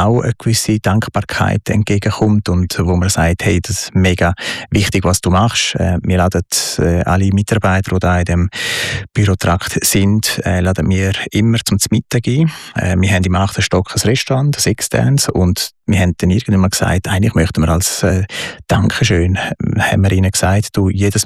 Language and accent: German; Italy; also born or lived in Uster, Switzerland; Und somit bin ich halt zwungenermaßen in Italien aufgewachsen. Und das ist der italienische Einschlag